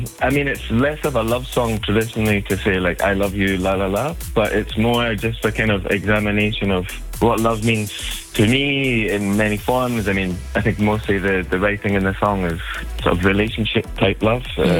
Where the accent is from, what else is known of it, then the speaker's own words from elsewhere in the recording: Scotland, United Kingdom; now in Berlin, Germany; Yes. But, yeah. I'm originally from Scotland.